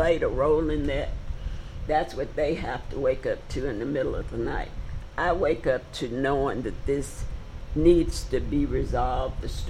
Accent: United States; I grew up on the Harris Plantation down east of Hensley.

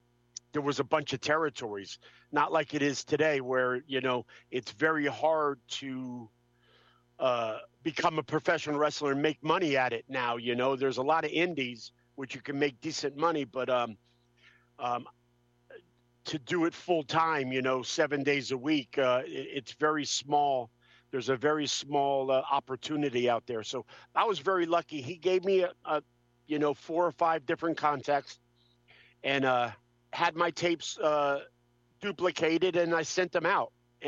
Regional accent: Ocean County, New Jersey, United States; Born and raised in New Jersey, Ocean County, New Jersey.

